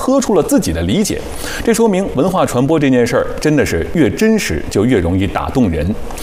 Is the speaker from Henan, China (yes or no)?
no; Beijing, China; 咱们北京人